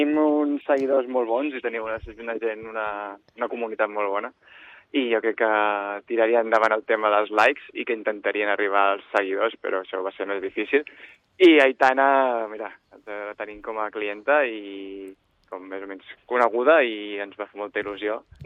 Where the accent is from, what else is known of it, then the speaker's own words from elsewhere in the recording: Sitges, Catalonia, Spain; also born or lived in Sant Pere de Ribes; marxant del meu poble de Sitges i anant a Ribes.